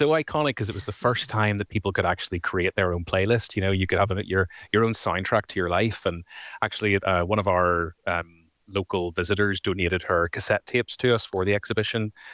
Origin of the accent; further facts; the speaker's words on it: Ballynahinch, Northern Ireland, United Kingdom; I grew up in Ballinahinch myself, but I suppose I'm very much part of that post-Good Friday Agreement generation.